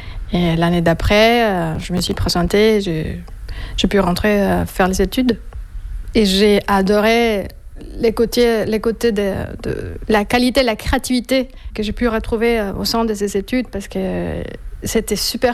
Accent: Colombia; French is a second language; moved away as an adult; also born or lived in Freiburg, Germany; je suis retournée en Colombie.

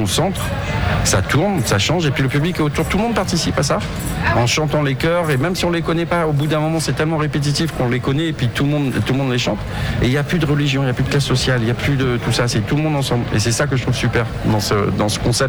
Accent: Réunion; now in Paris, France; quand j'ai grandi à La Réunion, le Maloya, j'ai entendu ça tout le temps, depuis très très longtemps.

